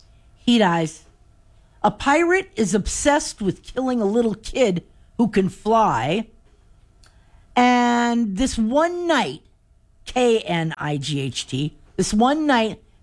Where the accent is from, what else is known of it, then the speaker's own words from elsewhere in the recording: Milwaukee, Wisconsin, United States; born there; I was born in Milwaukee